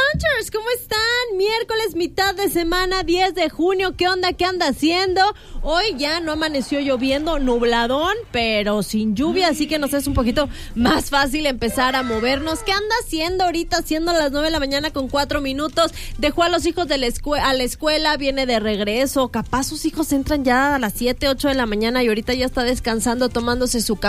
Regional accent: Mexico; aquí los mexicanos

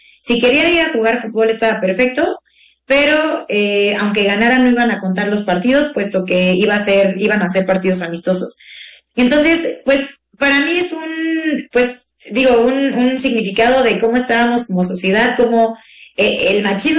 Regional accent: Mexico

